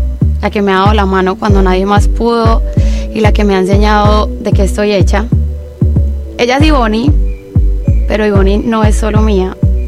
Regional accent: Colombia; me alegra que haya sido este disco el que me llevara a escenarios tan increíbles este año, donde pude pararme no solo a representar mi bandera colombiana, sino a toda mi comunidad.

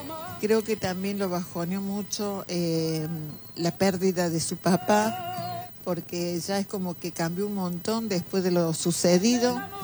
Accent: Argentina; born there; yo nací aquí en Argentina

